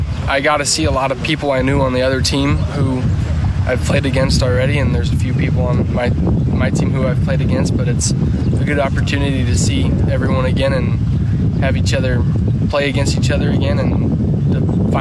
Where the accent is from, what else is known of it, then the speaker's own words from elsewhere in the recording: Lexington, United States; It's no matter what happens, we're always going to persevere through it, and we're going to show what Lexington's made of.